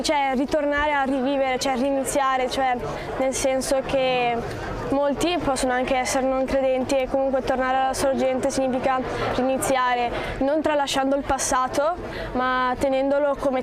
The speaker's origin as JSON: {"language": "Italian", "town": "Quarto d'Altino", "region": "Veneto", "country": "Italy", "said": "Io vengo da Quarto d'Altino, in provincia di Venezia"}